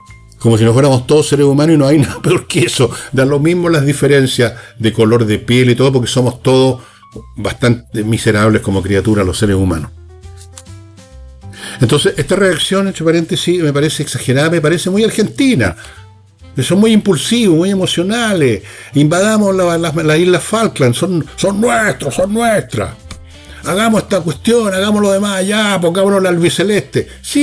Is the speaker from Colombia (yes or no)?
no; Chile